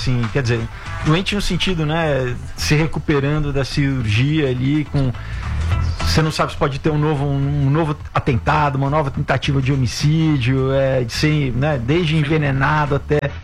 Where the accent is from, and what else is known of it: Brazil